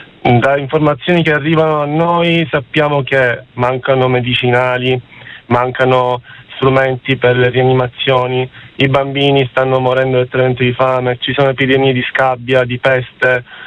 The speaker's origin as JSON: {"language": "Italian", "town": "Monza", "region": "Lombardy", "country": "Italy", "accent": "Sicilian", "said": "Anch'io sono di Monza, anche se non ho quell'accento lì"}